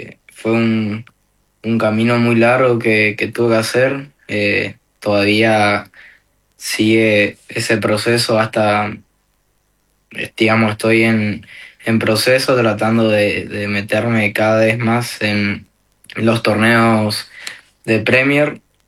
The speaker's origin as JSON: {"language": "Spanish", "town": "El Soberbio", "region": "Misiones", "country": "Argentina", "said": "Del Soberbio."}